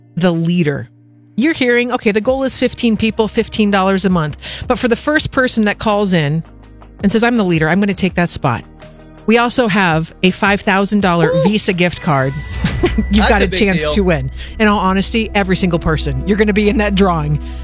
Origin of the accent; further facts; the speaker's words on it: Estacada, Oregon, United States; Estacada, Oregon, my hometown